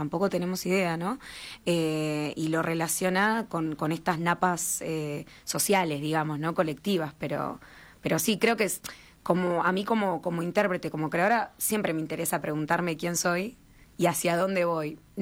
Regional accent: Uruguay; a veces a nosotros como uruguayos, uruguayas, nos cuesta comprenderlo más, porque quizás siento que en Uruguay, o es mi percepción, es más fácil identificar a veces los bloques

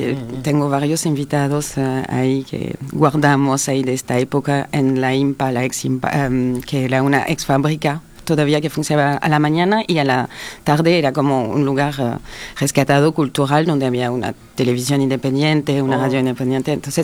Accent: Paris, Île-de-France, France; Spanish is a second language; Yo me nací en el suburbio, sí. Me crié en París, trabajé mucho en el suburbio

